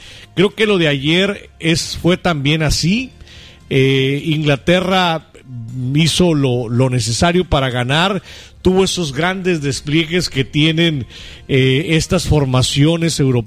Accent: Mexico; a quienes vivimos en este país, a quienes somos mexicanos, mexicanas.

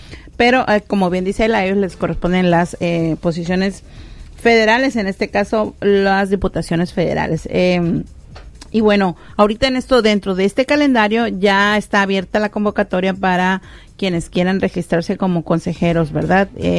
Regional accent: Mexico

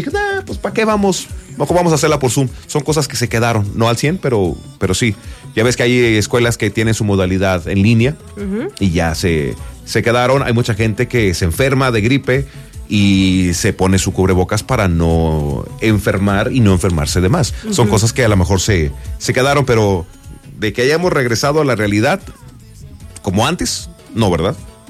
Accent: Mexico; se compuso la situación y como todo mexicano salimos adelante

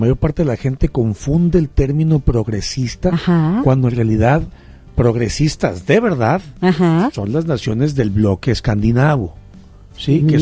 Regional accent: Mexico

